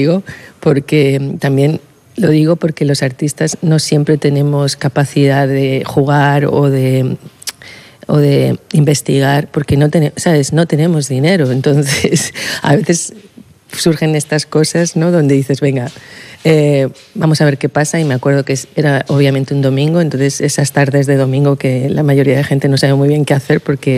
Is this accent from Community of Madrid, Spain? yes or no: yes; Madrid, Community of Madrid, Spain; Sí, sí, yo soy madrileña y voy mucho al Rastro.